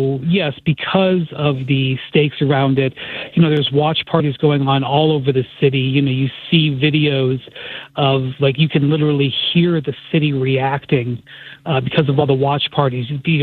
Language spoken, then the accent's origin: English; Ohio, United States; Obviously, I'm from Northeast Ohio, and I had covered, you know, the primary part of LeBron's career to that point